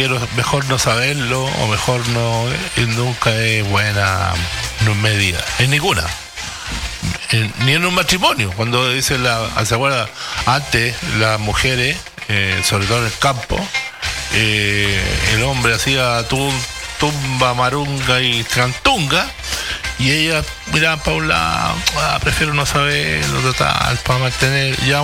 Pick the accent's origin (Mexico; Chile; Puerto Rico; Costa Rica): Chile; no somos chilenos